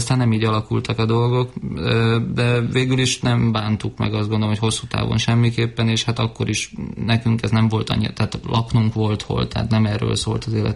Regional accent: Gödöllő, Pest, Hungary; mi is gyerekkoromban egy ideig Gödöllön laktunk

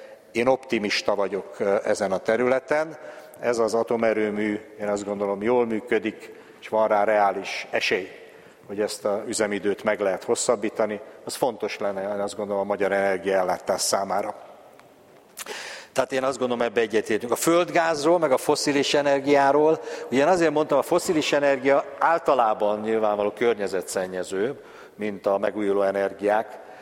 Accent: Hungary

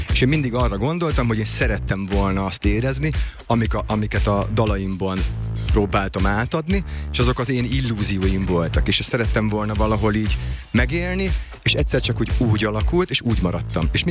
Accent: Szolnok, Jász-Nagykun-Szolnok, Hungary; akkor még én szolnoki fiú vagyok

